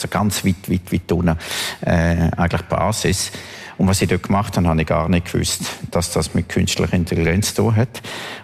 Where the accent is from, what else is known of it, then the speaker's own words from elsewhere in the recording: Bergün, Graubünden, Switzerland; bin ich ins Bündnerland und habe ihnen gezeigt, zum Anlass vom 40. Todestag von meinem Vater, wo ich aufgewachsen bin. Also wo war der erste Kuss und all die Sachen. Da sind wir auf Bergün, auf der Albola Pass